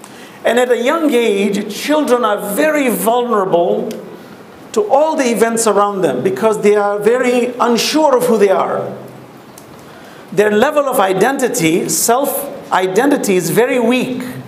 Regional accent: Dar es Salaam, Tanzania; born or raised there

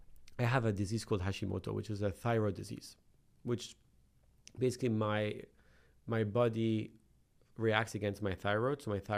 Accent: Lebanon; moved away as an adult; now in Atlanta, United States; I love Lebanon. It's my home country, but I just wanted to get as far as possible away. I came back for 2 3 days, packed everything I had, and moved to the US.

